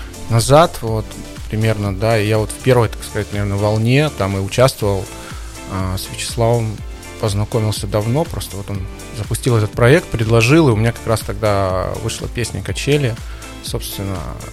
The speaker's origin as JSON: {"language": "Russian", "region": "Sakhalin Oblast", "country": "Russia", "said": "Да, я с Сахалина, мне 39 лет"}